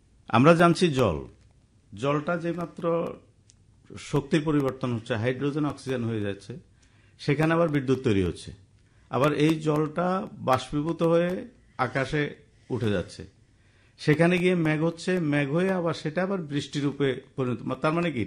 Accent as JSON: {"language": "Bangla", "country": "India", "said": "আমাদের যেমন ভারতবর্ষ, আমরা জন্মগ্রহণ করেছি এই প্রজন্মে, আমরা মনে করছি আমরা অসম্ভব ভাগ্যবান যে এই ভূমিতে আমাদের জন্ম।"}